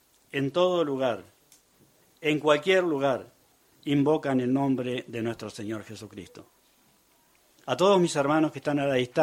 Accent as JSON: {"language": "Spanish", "country": "Uruguay", "said": "Bueno, somos hermanos de Uruguay, como lo decían."}